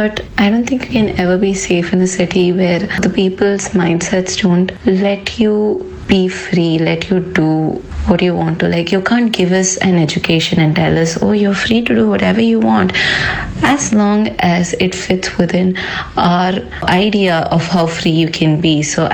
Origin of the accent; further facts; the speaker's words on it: Gujarat, India; moved away as an adult; also born or lived in Chennai; now in Hyderabad, India; I moved to Chennai when I was in college. So I was in Gujarat before that. I grew up in Gujarat, though I was born in Chennai.